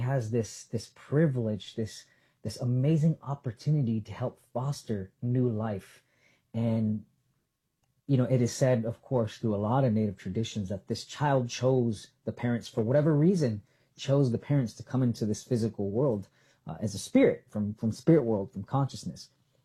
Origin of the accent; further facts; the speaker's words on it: Salt River, Arizona, United States; growing up in Salt River